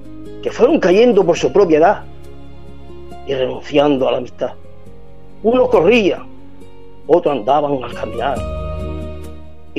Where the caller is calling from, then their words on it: Huércal de Almería, Andalusia, Spain; de Huerca de Almería.